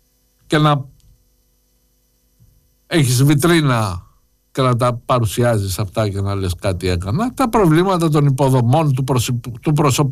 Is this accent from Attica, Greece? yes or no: no; Ionian Islands, Greece